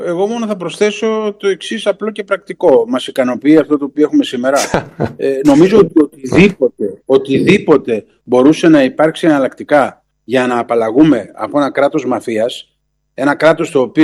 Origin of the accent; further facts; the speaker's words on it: Greece; εμείς ως Έλληνες το έχουμε βιώσει αυτό στο πετσί μας.